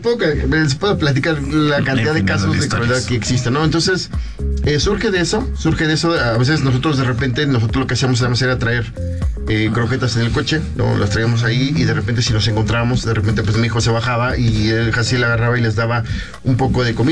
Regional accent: Naucalpan, State of Mexico, Mexico

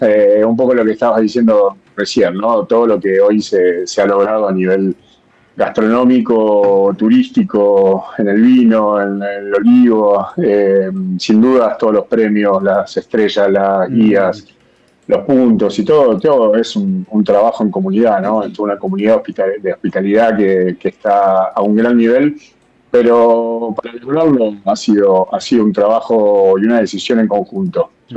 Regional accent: Buenos Aires, Argentina; moved away as an adult; now in Mendoza, Argentina; yo soy de Buenos Aires, hace 11 años que estoy aquí

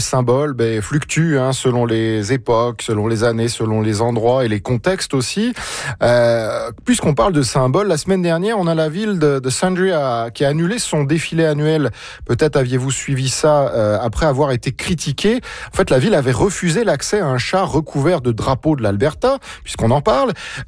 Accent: France; Bon, alors moi, en tant que Français, hein, vous le savez, nous, on a le drapeau tricolore

